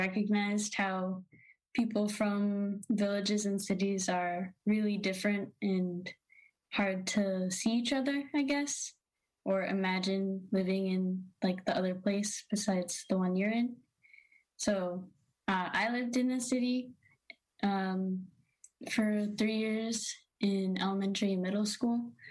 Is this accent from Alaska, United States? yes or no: yes; Kotzebue, Alaska, United States; also born or lived in Nome / Washington; So I grew up in Kotzebue and Nome and lived in Washington for a little bit.